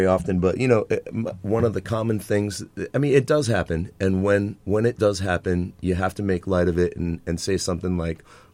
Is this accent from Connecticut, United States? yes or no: yes; Cromwell, Connecticut, United States; I grew up in Cromwell.